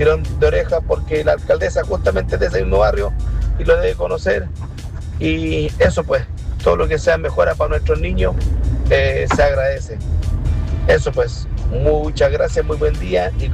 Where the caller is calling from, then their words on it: Viña del Mar, Valparaíso, Chile; Soy apoderado del Colegio Castellano, de la sede Campo Frutillar, aquí en el sector de Villa Dulce, en Viña del Mar, y tengo la suerte de poder venir a dejar a mi hija y a mis nietos acá a su colegio.